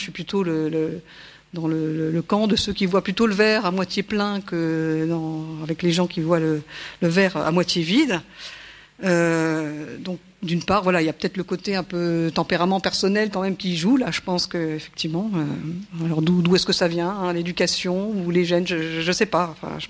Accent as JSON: {"language": "French", "region": "Grand Est", "country": "France", "said": "Moi, je suis Lorraine. On me le demandait tout à l'heure. Voilà, donc je suis pas de la région, je suis pas parisienne non plus."}